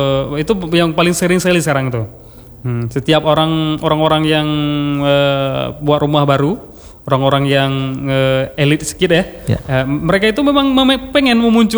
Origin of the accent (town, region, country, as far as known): Aceh, Indonesia